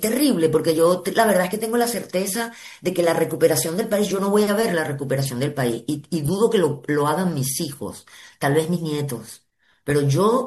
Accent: Venezuela; moved away as an adult; now in France; es muy duro sentir que no soy de aquí ni de allá. Ya sentí cuando fui a Venezuela

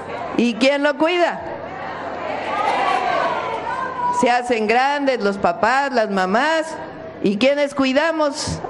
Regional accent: Mexico; Esas somos las mujeres mexicanas.

